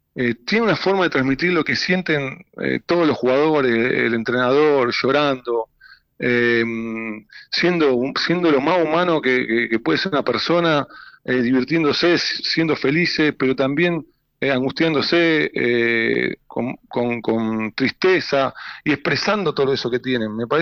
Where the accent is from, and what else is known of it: Argentina